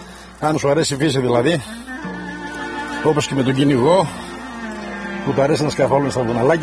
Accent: Ioannina, Epirus, Greece; born there; Γεννήθηκα στα Γιάννενα, καταγωγή από το νησί.

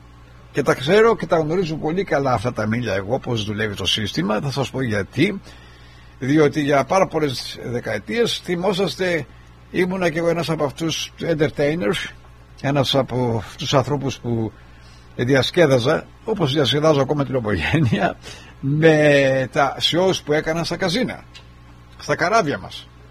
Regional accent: Kefalonia, Ionian Islands, Greece; born there; στο νησί μου

